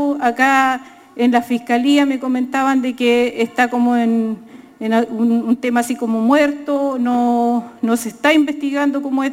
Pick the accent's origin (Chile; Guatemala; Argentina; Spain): Chile